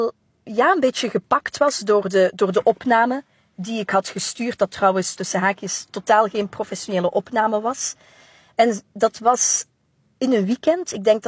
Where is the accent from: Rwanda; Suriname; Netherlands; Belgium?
Belgium; Ze vond het ongelooflijk dat ik uit België kwam.